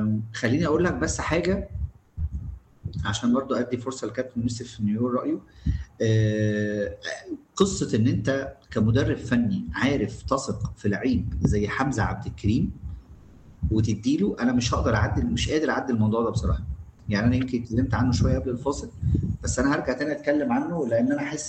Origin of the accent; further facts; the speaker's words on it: Egypt; أنا شخصيا كمصري وكعربي وكأفريقي